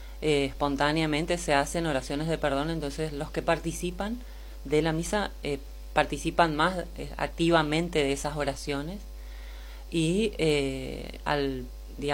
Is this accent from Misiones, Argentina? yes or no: yes; Aristóbulo del Valle, Misiones, Argentina; Bueno, yo empecé con un seminario de vida cuando tenía 16 años en Aristóbulo, porque nosotros dos somos de Aristóbulo del Valle.